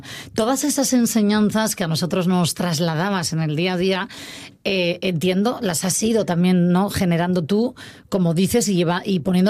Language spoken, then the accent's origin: Spanish; Asturias, Spain; Vamos a entender más ese medio natural que nos acompaña como asturianos, asturianas que somos, porque tenemos una costa preciosa